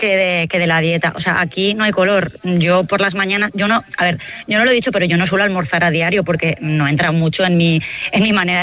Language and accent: Spanish; Castilla-La Mancha, Spain; now in Valencia, Spain; Ana Iris lo puede saber mejor porque también es de Castilla-La Mancha como yo